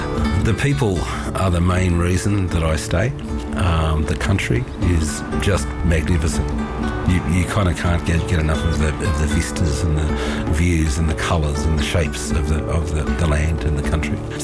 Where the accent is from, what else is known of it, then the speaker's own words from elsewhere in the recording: Sydney, New South Wales, Australia; born there; now in Alice Springs, Australia; I was born in Sydney. And on the 26th of August 1993, I flew to Alice Springs.